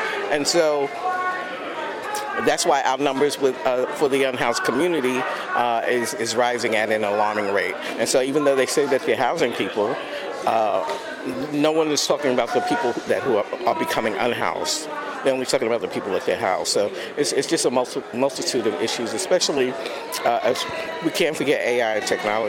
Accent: New York, United States; I'm from New York, right? But I'm living here in California.

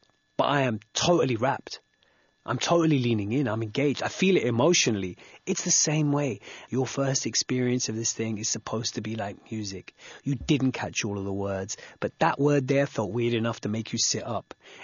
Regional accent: Wembley, London, United Kingdom; So I grew up in, in the mid-90s in the UK. I grew up in Wembley.

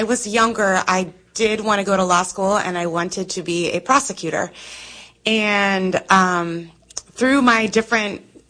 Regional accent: Schuyler, Nebraska, United States; moved away as an adult; also born or lived in Lawrence, Kansas; now in Kansas City, United States; I'm originally from Schuyler, Nebraska.

